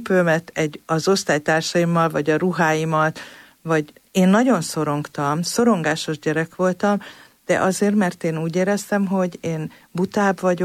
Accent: Budapest, Hungary; Én a második kerületben nőttem fel, ahol ugye nagyon gazdag gyerekek voltak az osztálytársaim.

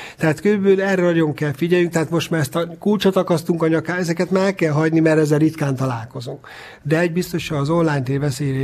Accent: Hungary; mi magyarok vagyunk

